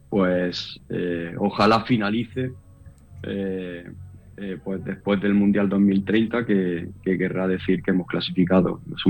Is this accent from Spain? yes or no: yes; Spain; moved away as an adult; now in Honduras; en mi país se sorprendió mucha gente de que acabara en un país humilde, más modesto, después de mi trayectoria de más de 6 años en la Federación Española de Fútbol